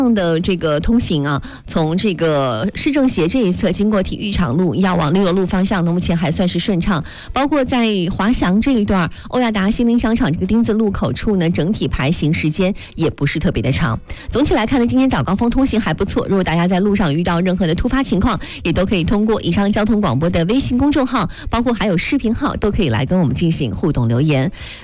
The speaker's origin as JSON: {"language": "Chinese", "town": "Yichang", "region": "Hubei", "country": "China", "said": "咱们宜昌人都非常关心的事儿"}